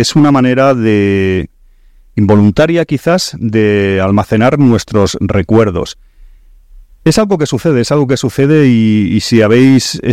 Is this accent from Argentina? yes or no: no; Barcelona, Catalonia, Spain; yo vengo de Barcelona con mucha humedad y todo eso, y aunque estoy viviendo entre Barcelona con la familia un poco... Pues entre dos tierras estoy en mi nueva casa